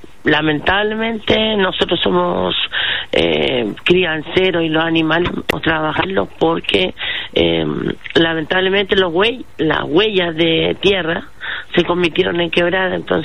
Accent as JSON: {"language": "Spanish", "town": "Quilitapia", "region": "Coquimbo", "country": "Chile"}